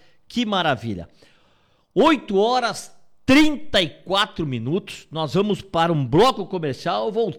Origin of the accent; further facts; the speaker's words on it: Brazil; Somos brasileiros.